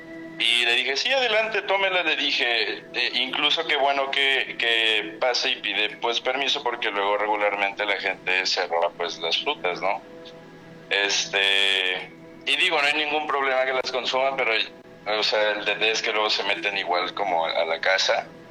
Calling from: Veracruz, Mexico; Desde Tercero, Veracruz.

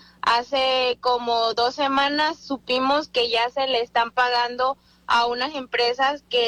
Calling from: Paraíso, Tabasco, Mexico; Ahorita soy la única de Tabasco, de Paraíso, que está de este lado buscando el mismo propósito

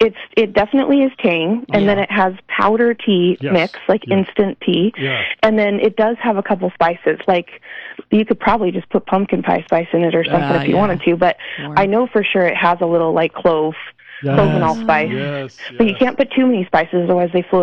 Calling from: Lolo, Montana, United States; I'm calling from Lolo, outside Missoula.

